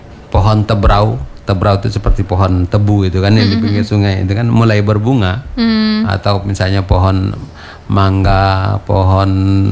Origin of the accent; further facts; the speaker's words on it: Peranap District, Batu Rijal, Riau, Indonesia; di kampung saya itu di kawasan Tiga Lorong, Kecamatan Peranap itu di Batu Rijal